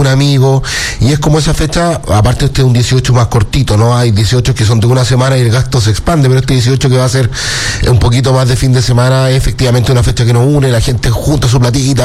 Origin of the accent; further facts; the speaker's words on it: Chile; de esas fechas que nos unen como chilenos